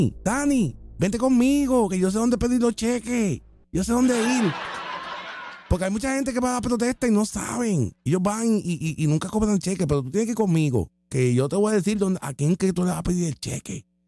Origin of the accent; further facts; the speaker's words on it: Puerto Rico; yo soy puertorriqueño.